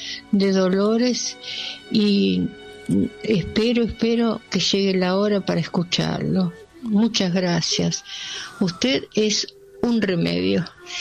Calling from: La Plata, Buenos Aires Province, Argentina; desde La Plata

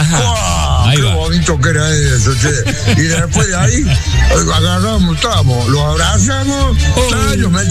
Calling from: Villa María, Córdoba, Argentina; El mala onda de Villa María te habla

